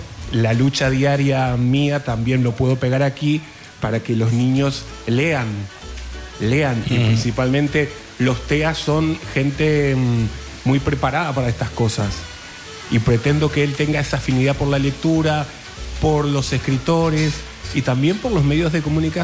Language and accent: Spanish; Uruguay; moved away; Bueno, yo soy uruguayo. Hace 21 años que estoy aquí.